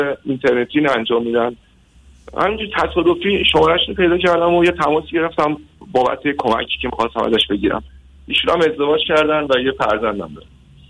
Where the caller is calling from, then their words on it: Iran; بنده از ایران تماس میگیرم خدمتتون.